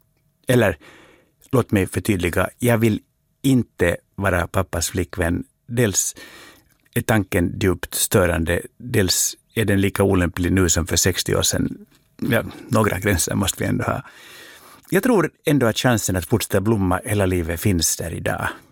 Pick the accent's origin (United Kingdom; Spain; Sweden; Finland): Finland; då jag växte upp i Finland och började på 70-talet